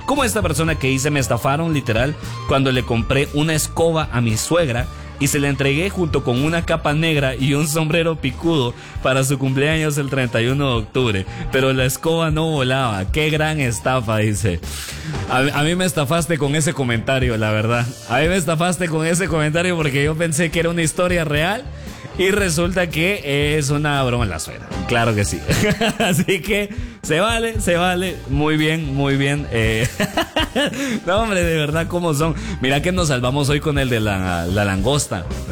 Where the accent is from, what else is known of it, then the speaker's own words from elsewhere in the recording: Guatemala; Y uno piensa lo peor, uno piensa lo peor como guatemalteco.